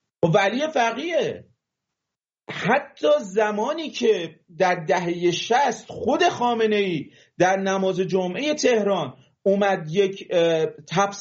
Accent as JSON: {"language": "Persian", "region": "Mazandaran", "country": "Iran", "tie": "born or raised there", "said": "من حالا تو ذکر کردی به من چون بچه مازندرانم، این مازندرانی ها واقعا ناخواسته صداشون میره بالا."}